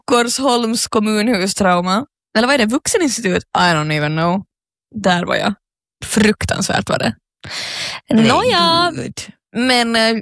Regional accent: Finland; jag är redan liksom finlandssvensk på väg till Åland från Helsingfors.

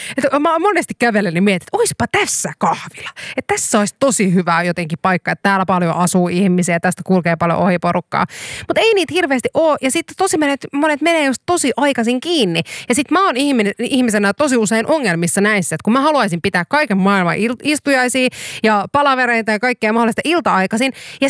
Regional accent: Kuopio, North Savo, Finland; now in Helsinki, Finland; itsekin näin Kuopiolasta ponnistavana

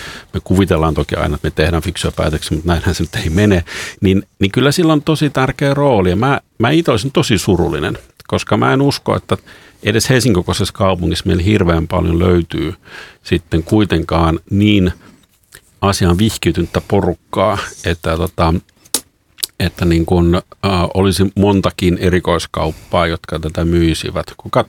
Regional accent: Germany; now in Finland; mähän olen syntynyt ja asunut Saksassa pitkään. Että mä olen tavallaan se, että keski-eurooppalaisen kulttuurin kasvatti.

